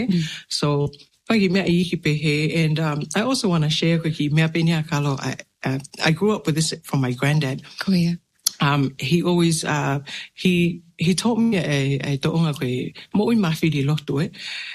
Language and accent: English; Tonga; now in Unknown; as a young Tongan girl growing up in Tonga and now a mum, that doesn't leave me